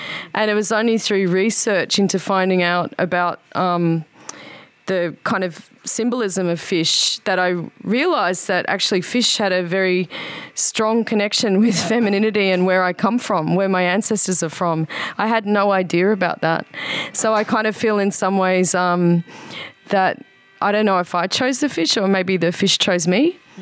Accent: Queensland, Australia; So Australian, what is that? It's a weird thing being Australian. So I had to go deeper into it.

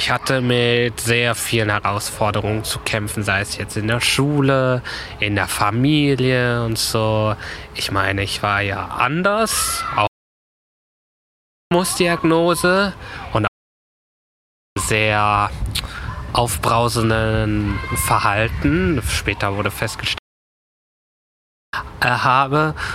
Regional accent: Aurich, Lower Saxony, Germany; also born or lived in Oldenburg; now in Berlin, Germany; Ich bin in Aurich aufgewachsen für so 11 bis 12 Jahre. Also ich bin, also das ist so an der Nordsee, Niedersachsen, also aus Friesland. Ich bin eigentlich ursprünglich in Oldenburg geboren, aber wir sind nach Aurich gezogen

